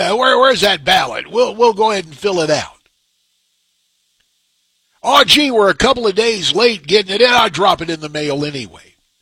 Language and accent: English; Arizona, United States; my home state of Arizona